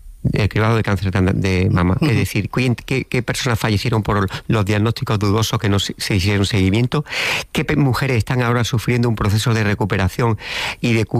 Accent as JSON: {"language": "Spanish", "region": "Andalusia", "country": "Spain", "said": "Bueno, yo soy más andaluz y más de pueblo que las amapolas"}